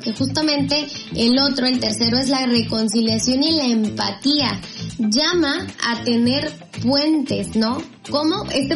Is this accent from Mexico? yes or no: yes; Mexico; nosotros como mexicanos